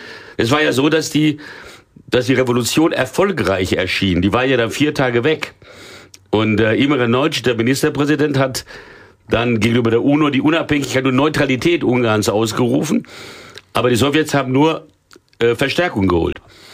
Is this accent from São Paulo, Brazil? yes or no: yes; São Paulo, Brazil; Als Baby nach São Paulo, da bin ich aufgewachsen.